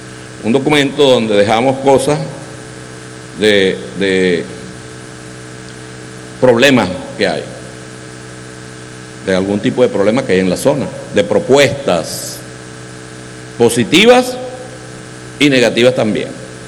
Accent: Zulia, Venezuela; moved away; Yo cuando vengo para el Zulia digo, voy para mi tierra

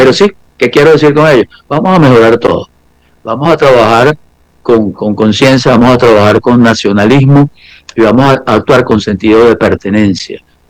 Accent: Caracas, Capital District, Venezuela; born there; Yo nací en los Magallanes de Catia.

